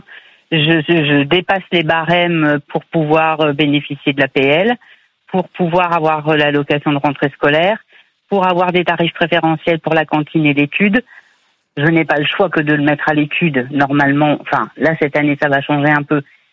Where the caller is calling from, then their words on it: Hauts-de-France, France; J'habite dans le Nord.